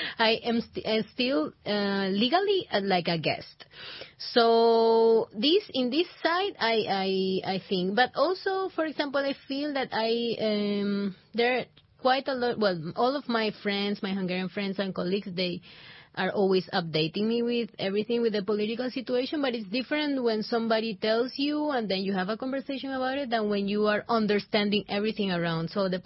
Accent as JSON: {"language": "English", "country": "Ecuador", "second_language": "English", "said": "And every time I was saying that I was from Ecuador, I always had like a good reaction."}